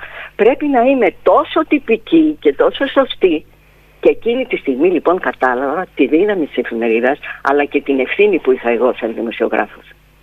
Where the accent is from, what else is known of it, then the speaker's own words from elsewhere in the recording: Patmos, South Aegean, Greece; moved away as an adult; now in Ikaria, Greece; θα με διώξει από το νησί μου.